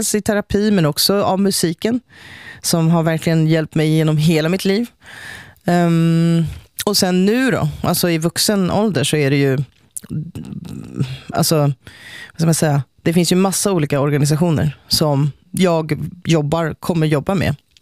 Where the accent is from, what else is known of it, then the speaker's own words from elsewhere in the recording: Sweden; born there; also born or lived in Colombia; min bakgrund är ju att jag är adopterad från Colombia och vad det innebär att, alltså det är ett ganska stort trauma att bli liksom att tas från sina rötter, från sitt liksom sitt språk, sin kultur, sin alltså där man liksom är född, till ett land som inte alls påminner om det. Jag har ju bott i Sverige då.